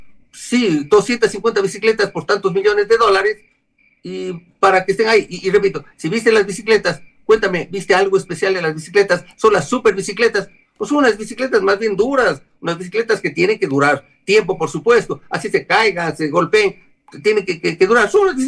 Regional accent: Quito, Pichincha, Ecuador; o somos los quiteños quienes vivimos en esta ciudad

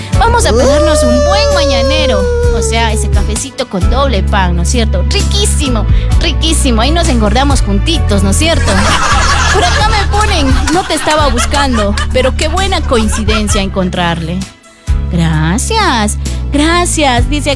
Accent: Cuenca, Azuay, Ecuador; Soy de Cuenca, amigo.

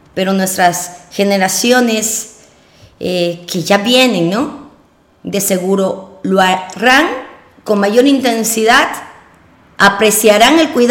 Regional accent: Sucúa, Morona Santiago, Ecuador; Soy orgullosamente sucuense, amo a mi tierra.

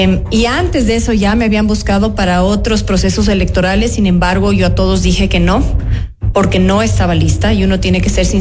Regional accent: Quito, Pichincha, Ecuador; como quiteña, como ciudadana.

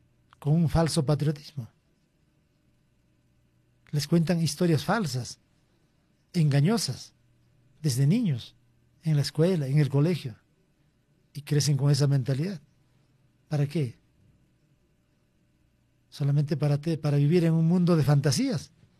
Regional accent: Peru; nosotros como peruanos

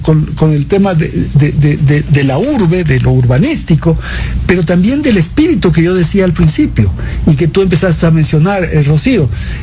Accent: Quito, Pichincha, Ecuador; ¿cómo somos los quiteños?

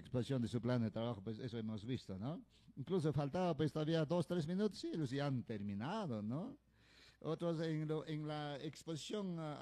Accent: Rosaspata, Puno, Peru

